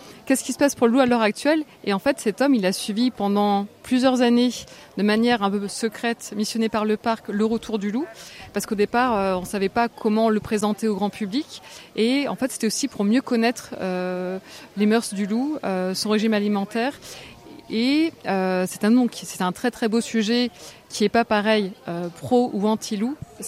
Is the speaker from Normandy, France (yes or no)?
no; Centre-Val de Loire, France; Voilà, moi, je suis du Loiret